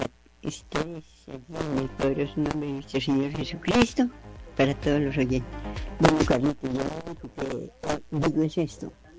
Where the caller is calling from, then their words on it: Colombia; somos los colombianos